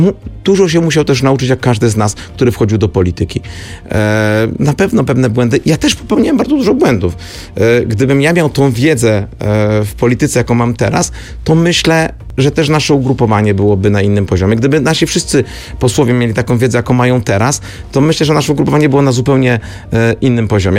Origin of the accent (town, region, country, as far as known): Kraków, Lesser Poland, Poland